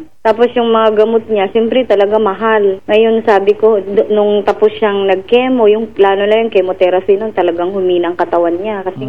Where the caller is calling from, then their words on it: Central Luzon, Philippines; yung pinakaalam kong lugar na malapit dito sa amin sa Robinson SM sa Pampanga.